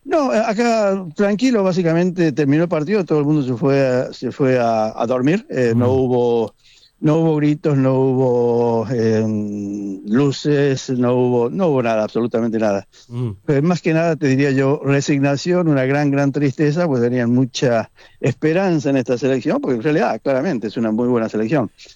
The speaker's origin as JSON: {"language": "Spanish", "country": "Argentina", "moved": "yes", "lives_now": "London, United Kingdom", "said": "ese equipo somos nosotros, Argentina."}